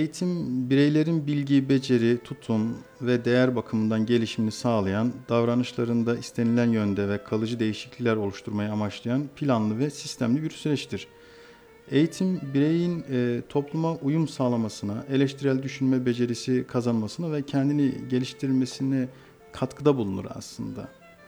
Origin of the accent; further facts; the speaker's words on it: Iğdır, Turkey; now in Ankara, Turkey; İlk Ankara'ya geldiğimiz yıllarda nereli olduğunuzu söylediğim zaman biz Iğdır dediğimiz zaman tanımıyorlardı.